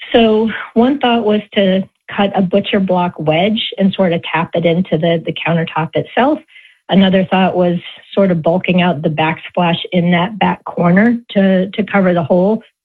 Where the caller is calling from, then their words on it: East Lyme, Connecticut, United States; I'm calling from East Lyme, Connecticut.